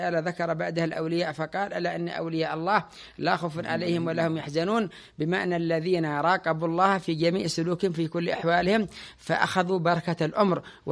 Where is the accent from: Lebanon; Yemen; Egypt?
Yemen; عندنا في اليمن